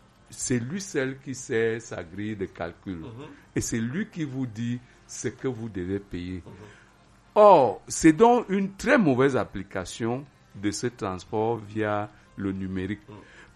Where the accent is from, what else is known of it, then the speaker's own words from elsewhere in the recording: Cameroon; on est Camerounais